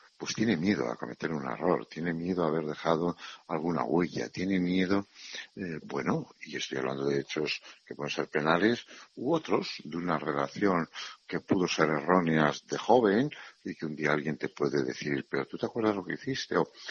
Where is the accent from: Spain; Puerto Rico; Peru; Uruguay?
Spain; Navarre; born there; A ver, yo que nací en Navarra y he corrido encierros